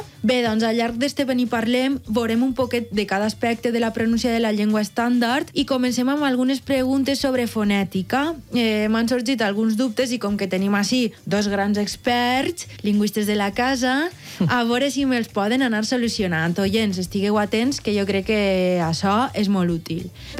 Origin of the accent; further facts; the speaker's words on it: Valencian Community, Spain; Jo soc de la Plana Baixa i per ahí ixes coses les escoltem.